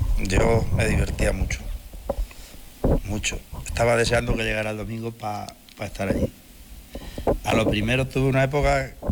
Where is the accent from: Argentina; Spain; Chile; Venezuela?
Spain; Casas de Haro, Castilla-La Mancha; born or raised there